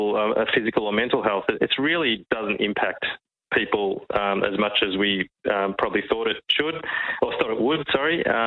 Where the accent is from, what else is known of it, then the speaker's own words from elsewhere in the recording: Melbourne, Victoria, Australia; I'm from Melbourne. I like daylight savings time.